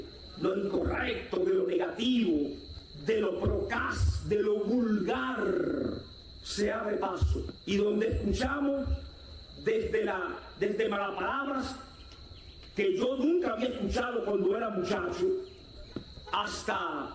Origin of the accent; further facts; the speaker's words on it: Dominican Republic; Nosotros, los que estamos aquí, somos el corazón de la República, el alma, el espíritu de la República Dominicana.